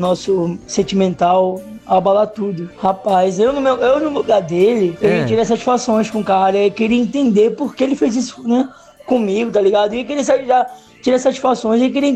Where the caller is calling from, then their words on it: Rio de Janeiro, Brazil; falo do Rio de Janeiro.